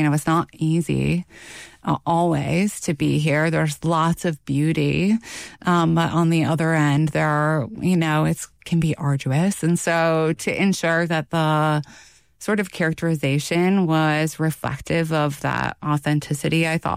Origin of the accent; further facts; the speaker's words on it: Michigan, United States; I grew up in the Keweenaw Peninsula, and I traveled to the East End every summer.